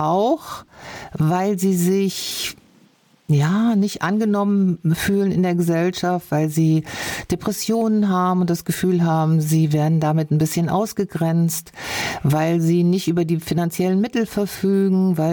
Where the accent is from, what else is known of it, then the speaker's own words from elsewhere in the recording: Germany; Ich bin ja in Deutschland geboren und aufgewachsen